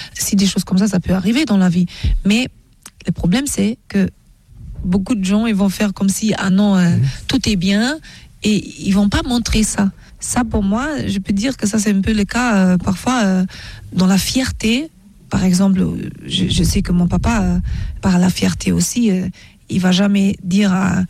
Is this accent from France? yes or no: no; Germany; born or raised there